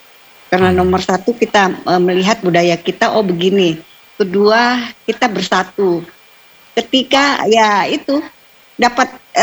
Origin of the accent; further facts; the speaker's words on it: South Sulawesi, Indonesia; sementara kita orang Sulawesi Selatan seakan-akan sudah mau melupakan yang seperti itu.